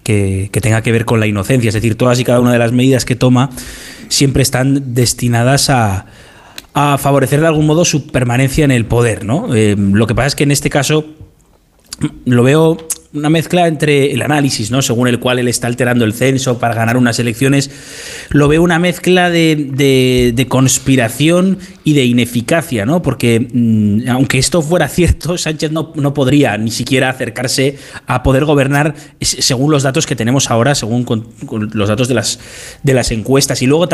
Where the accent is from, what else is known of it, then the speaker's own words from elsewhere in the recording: Basque Country, Spain; Y muchas veces me he preguntado en mi tierra, ¿no? Y en el País Vasco, ¿qué pasaría si hiciéramos una ley de nietos?